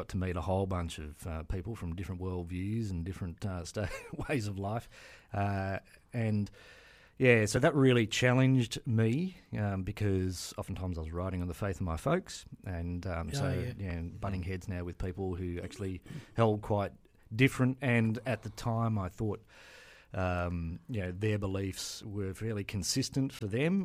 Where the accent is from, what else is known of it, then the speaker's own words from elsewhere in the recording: Wangaratta, Victoria, Australia; born there; also born or lived in Central Coast, New South Wales; now in Gosford, Australia; I was born in Victoria, in Wangaratta.